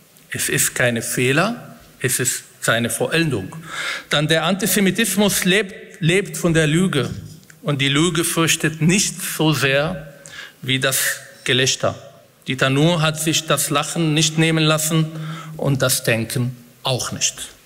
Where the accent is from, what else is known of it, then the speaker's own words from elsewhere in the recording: Israel; now in Germany; als Israeli, als Betroffene, als jemand, der aus diesem Land stammt, als Palästinenser, als Moslem, als jemand, der in dieser Gesellschaft seine Heimat gefunden hat